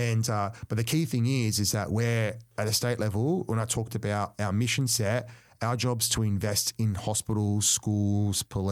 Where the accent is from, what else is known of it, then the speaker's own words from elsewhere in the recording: Cabramatta, New South Wales, Australia; I grew up poor in Cabramatta.